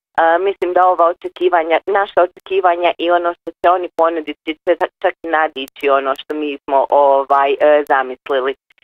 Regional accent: Herzegovina, Bosnia & Herzegovina; kod nas u Hercegovini

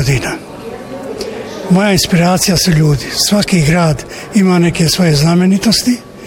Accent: Tuzla, Tuzla Canton, Bosnia & Herzegovina; E baš ti ljudi su moja inspiracija i moj rodni grad su poriv moj koji ja pišem o ljudima grada. Moj serijal bio u Tuzli baš asocira na te ljude

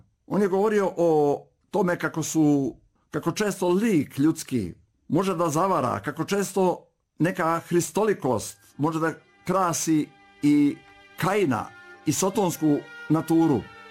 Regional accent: Nikšić, Montenegro; moved away; moja porodica i ja morali da napuštamo taj grad, taj dragi meni grad Nikšić, moj zavičaj

